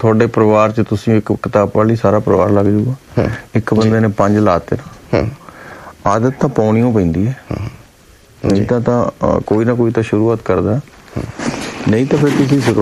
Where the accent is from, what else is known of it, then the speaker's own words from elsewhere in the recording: Punjab, India; ਅਸੀਂ ਪੰਜਾਬੀ ਹਾਂ, ਪੰਜਾਬ ਦੀ ਗੱਲ ਕਰਾਂਗੇ, ਸਾਨੂੰ ਤਾਂ ਖੇਤਾਂ ਦਾ ਆਪਦੇ ਮਜ਼ਦੂਰਾਂ ਨਾਲ ਪਿਆਰ ਹੈ